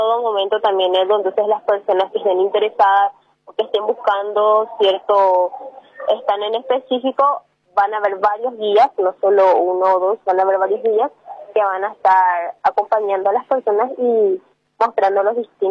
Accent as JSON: {"language": "Spanish", "country": "Paraguay", "said": "yo soy demasiado paraguaya"}